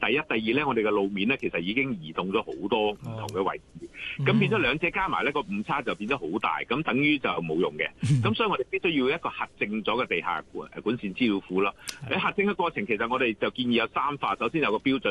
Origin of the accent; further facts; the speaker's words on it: Hong Kong; 我哋本身香港人